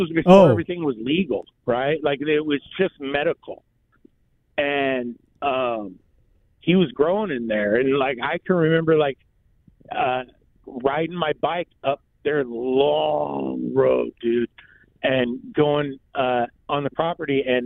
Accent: Oregon, United States; born there; I grew up around Burning Man people, bro. I'm in Oregon.

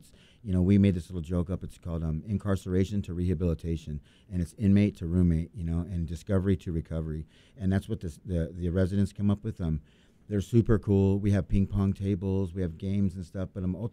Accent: Lake Havasu City, Arizona, United States; I'm from Lake Havasu.

